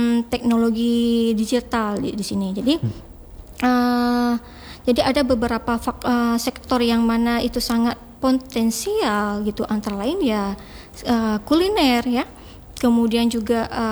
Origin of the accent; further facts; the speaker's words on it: Aceh, Indonesia; Karena kita Aceh ini